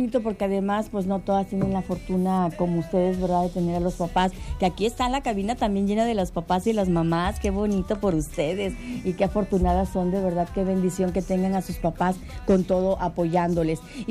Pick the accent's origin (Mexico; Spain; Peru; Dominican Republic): Mexico; De nosotros como mexicanos, hombres y mujeres fuertes